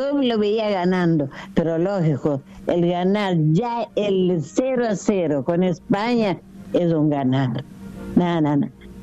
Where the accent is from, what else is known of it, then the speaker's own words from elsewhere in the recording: Praia, Santiago, Cape Verde; now in Argentina; No por ser mi tierra, pero amo esta gente, sí.